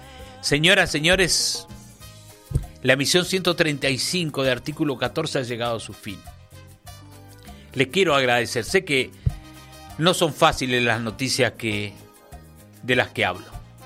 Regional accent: Argentina; Los habitantes argentinos

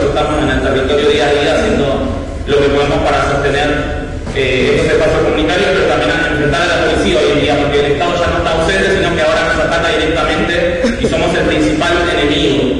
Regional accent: Buenos Aires, Argentina; de la Villa 2124

